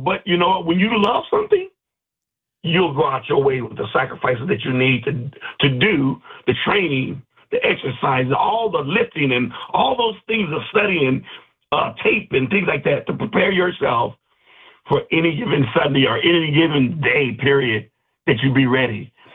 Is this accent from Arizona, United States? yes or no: yes; Casa Grande, Arizona, United States; for a young boy come from Casa Grande